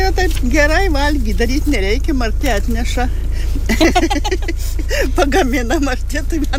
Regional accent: Marijampolė County, Lithuania; Čia, aš ne iš čia kilus, tai aš iš Marijampolės rajono

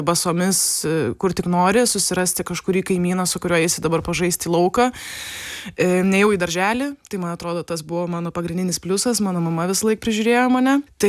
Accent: Ringaudai, Kaunas County, Lithuania; Aš užaugau Kauno rajone, Ringaudų kaime, vis dar kaimas kaitas, ačiū Dievui.

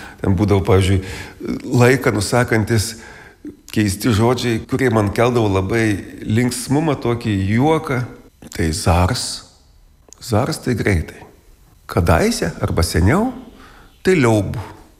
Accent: Samogitia, Lithuania; Kadangi aš taip gyvenu, tai Žemaitijoje vis tiek aš iš jos esu neišėjęs. Ir žmona mano žemaitė, tai mes šnekam žemaitiškai namus.

